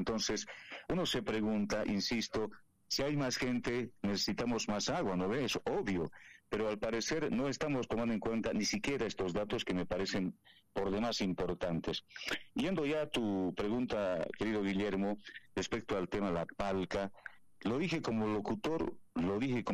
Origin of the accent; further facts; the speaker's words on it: Potosí, Bolivia; somos más los potosinos